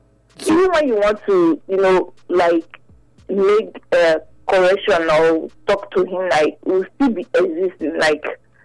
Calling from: Benin City, Edo, Nigeria; I'm calling from Benin City.

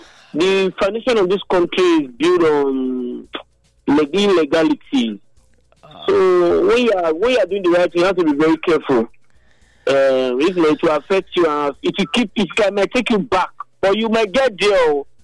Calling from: Nigeria; I'm a Nigerian.

